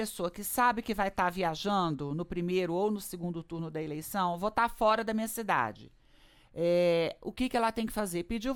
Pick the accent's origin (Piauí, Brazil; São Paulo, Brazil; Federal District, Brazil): Federal District, Brazil; Brasília; Assim, por exemplo, eu tô em Brasília e eu sou de Brasília.